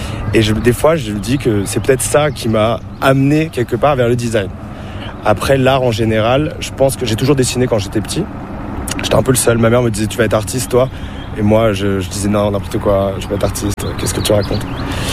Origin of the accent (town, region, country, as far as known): Paris, Île-de-France, France; born or raised there